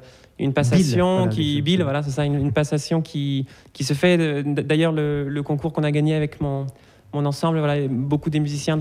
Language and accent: French; Angers, Pays de la Loire, France; moi j'ai grandi à Angers.